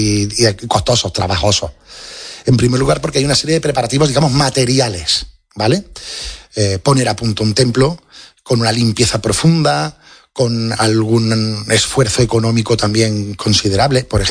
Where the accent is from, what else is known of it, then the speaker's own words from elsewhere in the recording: Andalusia, Spain; somos también españoles y andaluces. Es decir, de un profundo sustrato y de una profunda sociedad católica